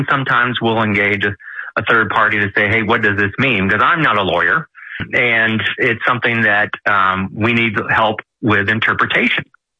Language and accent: English; Texas, United States; Now I'm a little biased because I'm a Texan, but that would seem straightforward.